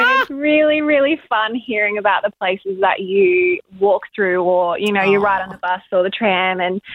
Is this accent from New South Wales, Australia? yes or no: no; Melbourne, Victoria, Australia; moved away as an adult; now in Adelaide, Australia; I grew up in Melbourne, but I moved to Adelaide about 15 years ago.